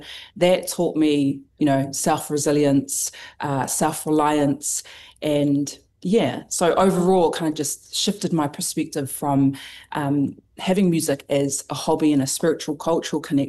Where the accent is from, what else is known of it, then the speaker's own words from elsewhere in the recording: Palmerston North, Manawatū-Whanganui, New Zealand; I grew up in Palm's North End. I attended the Christian Church of Samoa, was basically born into it.